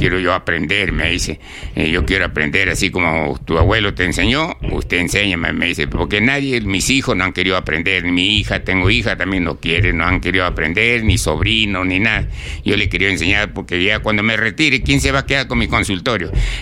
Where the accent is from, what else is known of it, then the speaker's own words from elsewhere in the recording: Chiclayo, Lambayeque, Peru; moved away; de allá de mi tierra, Chiclayo